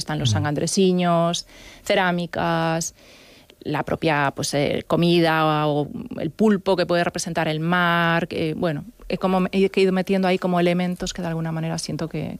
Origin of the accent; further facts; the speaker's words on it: Galicia, Spain; Tienen un punto como de artificio, de que siendo gallega sabes que la vida diaria no es así.